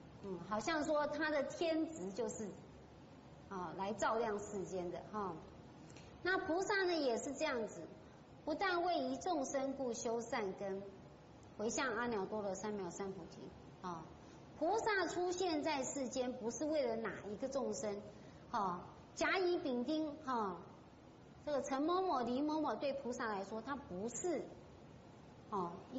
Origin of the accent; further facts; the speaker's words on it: China; 我们中国人讲的是儒家思想，哈，仁义道德。好，如果在宗教的这一方面呢，当然比较适合我们中国人是佛教这一环。